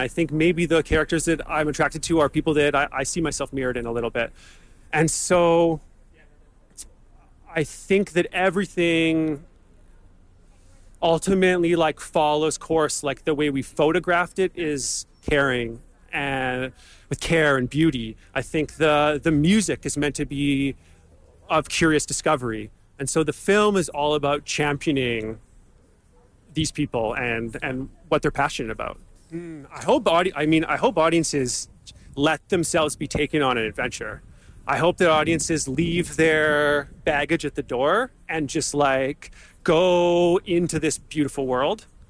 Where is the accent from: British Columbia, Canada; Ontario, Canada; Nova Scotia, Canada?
British Columbia, Canada; Vancouver; my hometown in Vancouver.